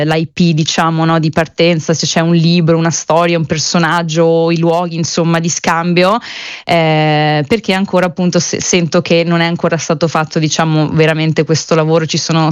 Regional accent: Veneto, Italy; now in London, United Kingdom; sono veneta, quindi Venezia a maggior ragione

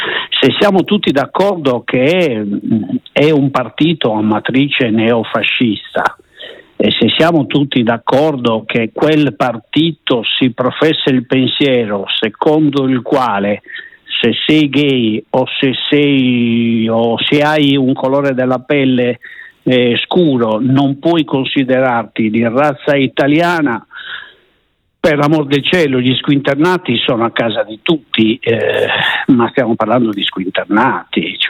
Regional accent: Sassari, Sardinia, Italy; born there; io personalmente poi sono nato nella stessa città dove è nato Enrico Berlinguer

